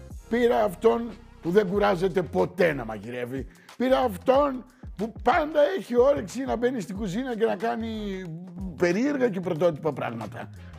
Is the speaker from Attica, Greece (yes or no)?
no; Thessaloniki, Central Macedonia, Greece; στην πόλη μου, στη Θεσσαλονίκη.